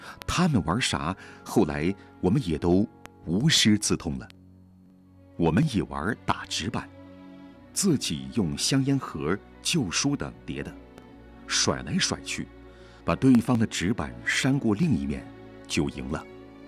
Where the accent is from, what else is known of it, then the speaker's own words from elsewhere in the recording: Chaideng, Inner Mongolia, China; also born or lived in Suhaitu, Jungar Banner; 我出生在准噶尔旗素海图，会走路了就搬在了柴凳，就是现在的12连城乡。我们住在林场的家属房